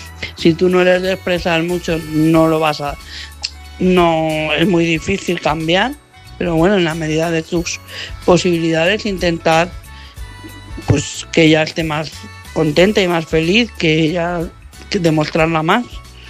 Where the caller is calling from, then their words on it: Madrid, Community of Madrid, Spain; Buenas noches, Álvaro. Buenas noches, corresponsales. … de Madrid.